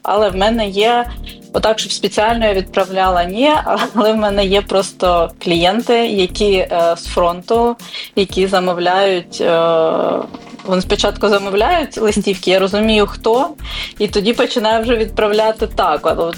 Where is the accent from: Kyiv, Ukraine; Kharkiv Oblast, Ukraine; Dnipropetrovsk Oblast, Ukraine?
Kharkiv Oblast, Ukraine; Kharkiv; оскільки я сама з Харкова